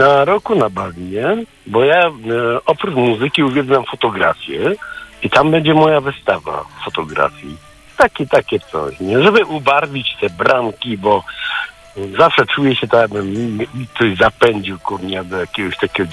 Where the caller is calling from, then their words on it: Lesser Poland, Poland; I dzwonię z Małopolski, z okolic Krakowa.